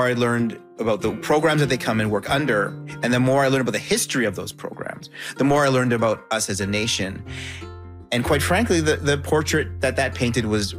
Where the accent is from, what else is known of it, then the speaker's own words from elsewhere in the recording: Canada; I grew up that way, you know, growing up in Canada. That's how I was taught to think about my citizenship and my nation, this welcoming place.